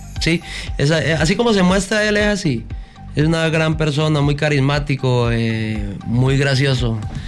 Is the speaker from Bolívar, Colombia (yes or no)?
no; Norte de Santander, Colombia; yo soy del Catatumbo, orgullosamente, tibullano.